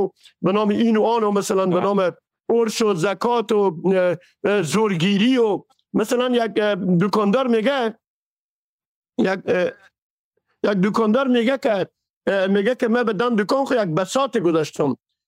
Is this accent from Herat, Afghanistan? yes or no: yes; Herat, Afghanistan; شخص خودمه که از هرات هستم